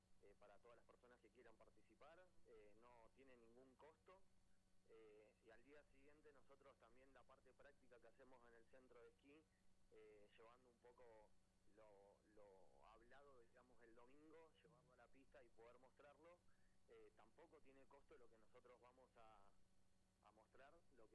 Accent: Esquel, Chubut, Argentina; yo vengo de Esquel

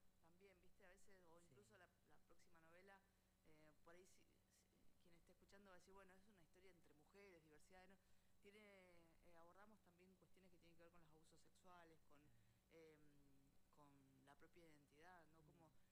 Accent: Neuquén, Argentina; born there

